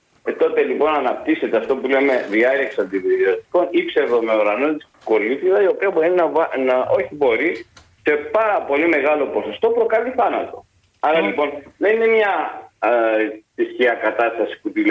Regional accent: Greece; σαν Έλληνες έχουμε μάθει

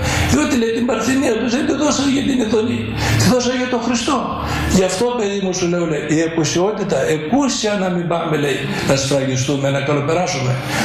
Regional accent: Trikala, Thessaly, Greece; με το χωριό μου, εγώ με Τρικαλινός

